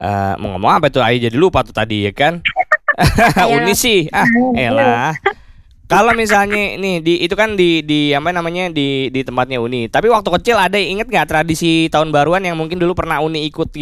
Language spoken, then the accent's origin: Indonesian; Jakarta, Indonesia; born there; saya juga aslinya orang Jakarta. Kalau ditanya orang mana? Orang Jakarta, orang saya lahir di Jakarta.